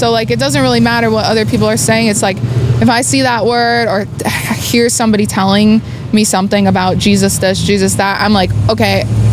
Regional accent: Worthington, Minnesota, United States; moved away as an adult; I came from a small town that it was like non-conventional.

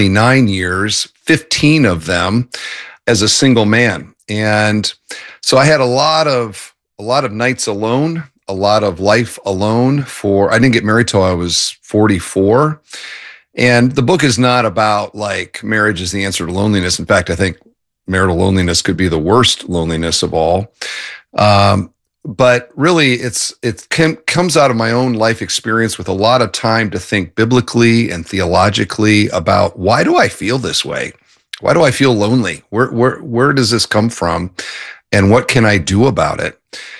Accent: Cedar Falls, Iowa, United States; The John Deere's Product Engineering Center is in Waterloo. And so my dad from Michigan moved there, and I grew up there.

